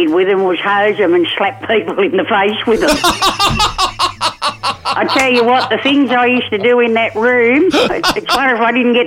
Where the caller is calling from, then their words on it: Australia; I'm from Australia.